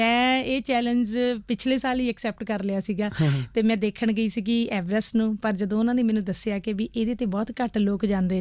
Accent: Punjab, India; ਕਿ ਮੈਂ ਪੰਜਾਬ ਤੋਂ ਆਈ ਹਾਂ, ਮੈਂ ਪੰਜਾਬ, ਮੈਂ ਪੰਜਾਬੀਅਤ ਦੀ ਅਤੇ ਮੈਂ ਔਰਤਾਂ ਦੀ ਗੱਲ ਕੀਤੀ

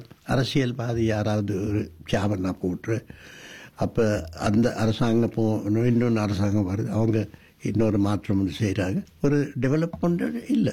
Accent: Sri Lanka; first language Sinhala; Tamil is a second language; நான் ஒரு சிங்களவர்

